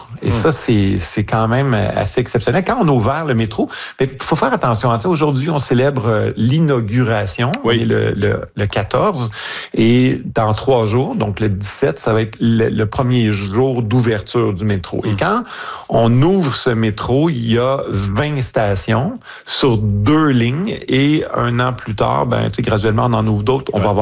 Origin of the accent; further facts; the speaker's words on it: Montreal, Quebec, Canada; ouais, chez nous à Montréal, c'est le maire Sarto Fournier qui est le maire de Montréal.